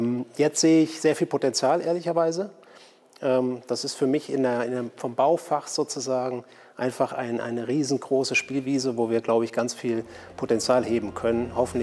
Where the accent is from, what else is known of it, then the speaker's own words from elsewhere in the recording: North Rhine-Westphalia, Germany; Ich habe es auch noch erlebt als gebürtiger Siegerländer